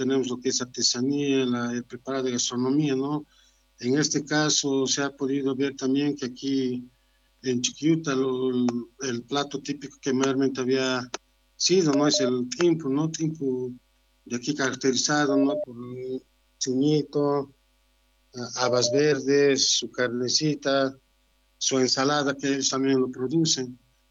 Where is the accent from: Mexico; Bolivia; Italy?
Bolivia; Llallagua, Potosí; Yo soy de Llayagua, ¿no?, un llayagüeño más